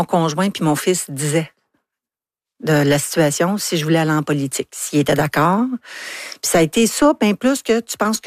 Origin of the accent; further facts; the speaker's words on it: Anjou, Quebec, Canada; C'était chez nous, mon patelin, les gens que je connaissais, les organismes que je connaissais, que je savais que je pouvais faire une différence. J'ai dit oui parce que c'était chez nous.